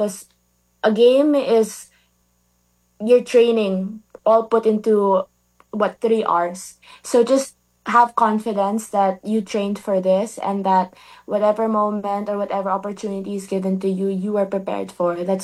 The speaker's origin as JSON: {"language": "English", "country": "Philippines", "said": "I think it's just us being Filipino, diba? We're known to be resilient, hardworking."}